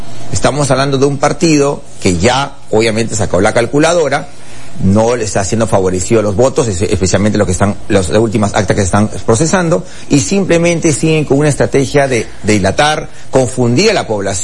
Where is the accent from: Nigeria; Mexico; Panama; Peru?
Peru; porque somos peruanos